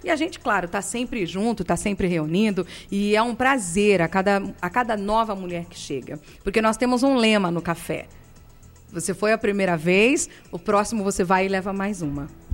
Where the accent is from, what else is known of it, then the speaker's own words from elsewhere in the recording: Limeira, São Paulo, Brazil; born there; na cidade de Limeira, que é a cidade que eu amo, que é a cidade onde eu nasci, é onde eu estou e quero continuar.